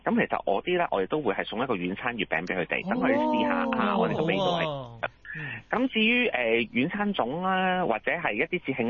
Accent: China; 其實我哋中國人呢，即係正所謂民以食為天啦

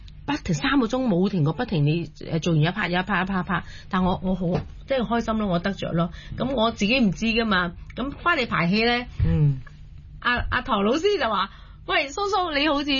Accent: Macau; 我係澳門一個土生土長一個人，我唔係一個紅褲仔出身嘅人

